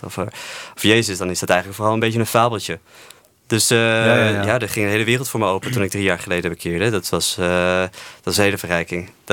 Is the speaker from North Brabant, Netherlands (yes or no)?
yes; North Brabant, Netherlands; Hey, ik kom uit Brabant, dames en heren.